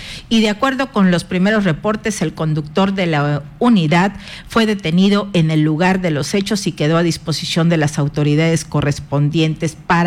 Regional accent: Mexico; Así somos los mexicanos

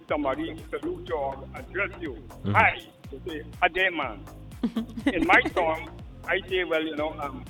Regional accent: India; I grew up in India

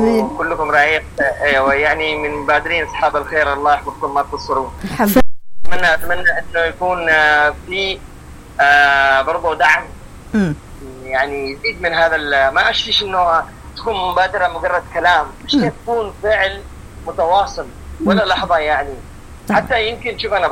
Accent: Aden, Yemen; وكانوا يقولوا لي أنت من فين؟ أقول لهم أنا من عدن. أيوة بعدين ربطوا لي

